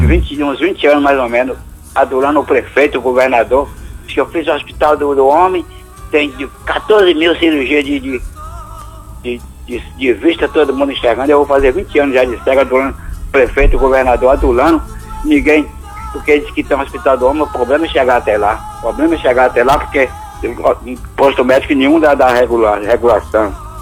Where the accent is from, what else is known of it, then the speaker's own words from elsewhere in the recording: Itagi, Bahia, Brazil; born there; moved away; Eu sou de Itagi também, nasci lá.